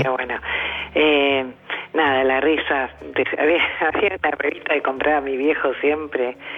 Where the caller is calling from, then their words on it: Adrogué, Buenos Aires Province, Argentina; yo vivo en Adrogué